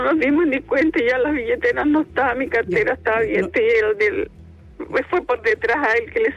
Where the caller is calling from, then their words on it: Viña del Mar, Valparaíso, Chile; Somos de Viña